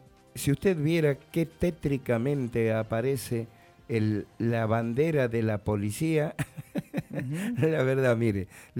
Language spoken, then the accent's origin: Spanish; Argentina; a veces los argentinos nos quedamos sin gas.